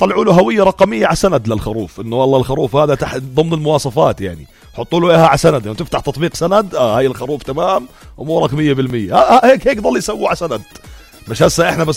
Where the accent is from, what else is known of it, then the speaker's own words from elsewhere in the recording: Jordan; عندنا في الاردن